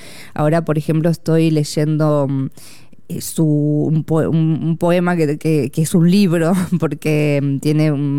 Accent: Entre Ríos, Argentina; de la misma provincia de Entre Ríos, digamos, de donde soy yo.

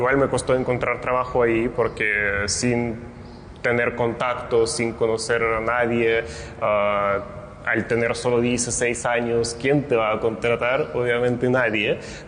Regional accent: Rybinsk, Yaroslavl Oblast, Russia; mi amor por lo urbano nació en mi ciudad natal, en Rybinsk, porque igual tiene un casco histórico que es como una pequeña perla, una joya.

